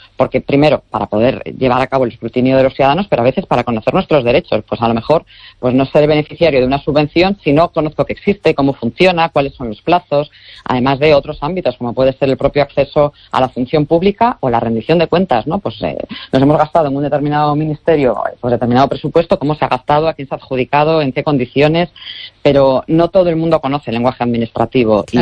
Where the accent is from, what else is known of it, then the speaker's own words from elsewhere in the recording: Galicia, Spain; que afortunadamente se celebra en Galicia y que yo como gallega